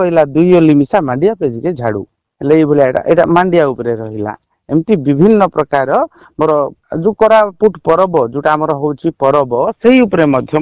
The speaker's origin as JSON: {"language": "Odia", "region": "Odisha", "country": "India", "accent": "Koraputia", "said": "କିନ୍ତୁ ଯେତେବେଳେ ଦେଖିଲି ଯେ ଆମର କୋରାପୁଟିଆ ଭାଷା ପ୍ରତି ଅନ୍ୟମାନଙ୍କର ବିମୁଖତା ମୋତେ ଟିକେ ବାଧିଥିଲା"}